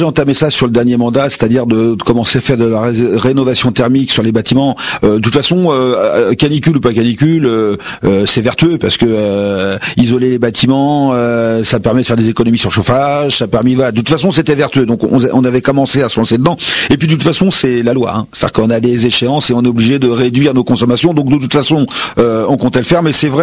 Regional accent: Mériel, Île-de-France, France; moi, je suis un enfant du pays, hein, donc j'ai connu Mériel avec moitié moins d'habitants. J'ai joué dans la forêt quand j'étais petit.

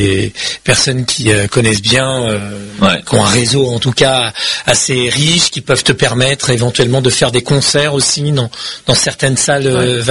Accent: France; chez nous en France.

